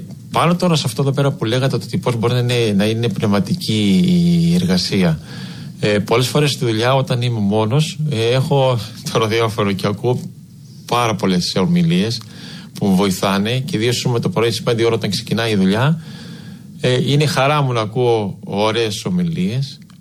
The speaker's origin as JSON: {"language": "Greek", "region": "Mount Athos", "country": "Greece", "tie": "born there", "said": "το ότι μεγάλωσα και στο Άγιο Όρος μέσα"}